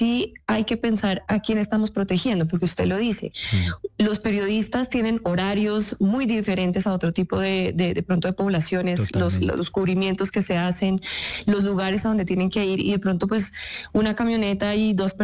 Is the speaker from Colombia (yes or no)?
yes; Colombia; que es importante que la sociedad sepa que implica para nosotros como colombianos.